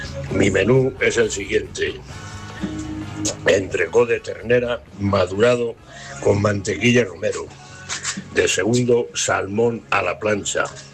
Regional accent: Alcázar de San Juan, Castilla-La Mancha, Spain; de Alcázar de San Juan.

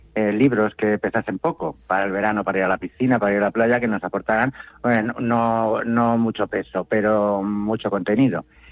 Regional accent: Castilla-La Mancha, Spain; de los que somos castellano manchegos

